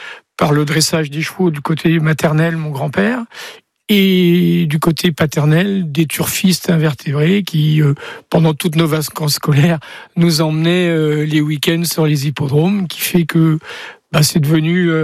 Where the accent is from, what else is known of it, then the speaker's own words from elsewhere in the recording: Crans, Valais, Switzerland; Parce que je suis né et élevé à Cran